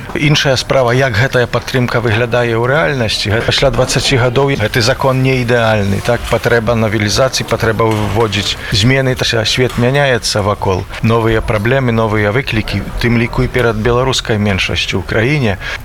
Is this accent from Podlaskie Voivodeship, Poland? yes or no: yes; Kruszyniany, Podlaskie Voivodeship, Poland; first language Polish; Ja jestem z Kruszynian, w Kruszynianach się urodziłem i tam sami rozmawialiśmy czasem takim naszym prostym językiem, jak tak mówił. Ja potrafię rozmawiać, chociaż zawsze rozmawialiśmy w domu po polsku